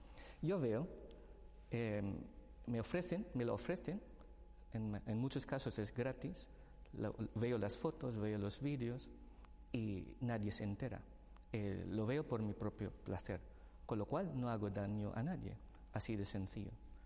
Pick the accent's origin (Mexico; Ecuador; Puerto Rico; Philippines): Philippines; Spanish is a second language; perdonad mi acento, porque el castellano no es mi lengua materna, ¿no?